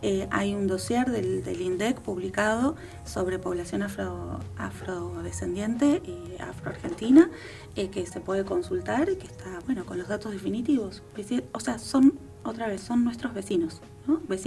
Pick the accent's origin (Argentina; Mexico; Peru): Argentina